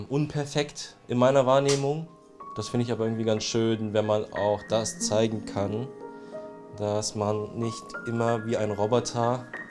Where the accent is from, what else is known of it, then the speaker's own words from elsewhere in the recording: Düsseldorf, North Rhine-Westphalia, Germany; Ich bin in Düsseldorf ja aufgewachsen, also geboren und aufgewachsen und habe selber ja nie in Japan gewohnt oder gelebt.